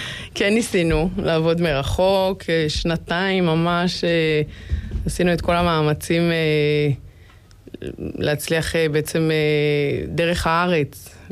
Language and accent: Hebrew; Kfar Chabad, Central District, Israel; moved away as an adult; also born or lived in Samara, Russia; אני גדלתי בכפר חב"ד, אחרי החתונה יצאנו לשליחות לרוסיה